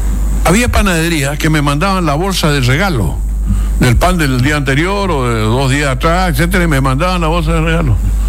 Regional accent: La Plata, Buenos Aires Province, Argentina; Yo vengo de Buenos Aires, de la Plata, imagínese.

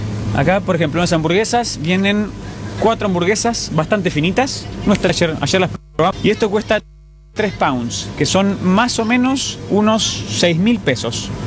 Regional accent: Argentina; siendo argentinos

